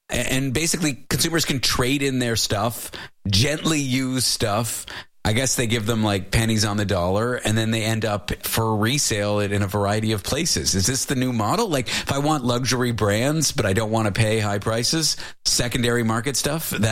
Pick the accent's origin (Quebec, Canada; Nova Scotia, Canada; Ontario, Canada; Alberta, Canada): Ontario, Canada; Toronto; I grew up in Toronto.